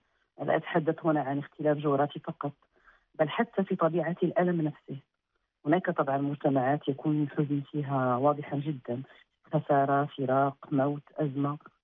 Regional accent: Morocco; أنا أعتقد أنه في جيناتي نحن مغاربة

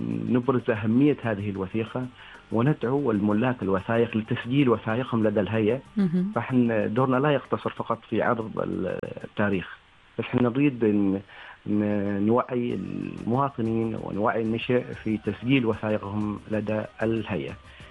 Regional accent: Oman; لنفتخر بوطننا نحن كعمانيين

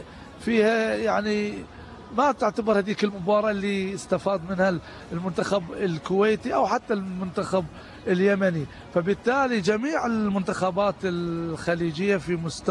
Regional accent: Bahrain; لأن أنا بحريني

